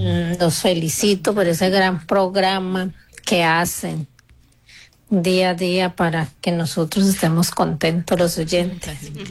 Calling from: London, United Kingdom; Un saludito de aquí desde Londres.

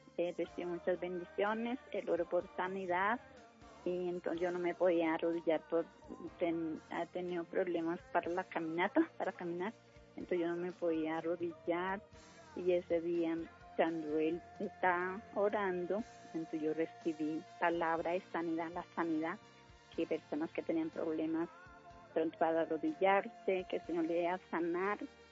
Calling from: Bogotá, Colombia; De aquí, Bogotá.

